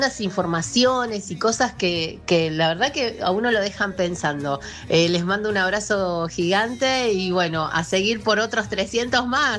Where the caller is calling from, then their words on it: Ituzaingó, Buenos Aires Province, Argentina; de Ituzaingó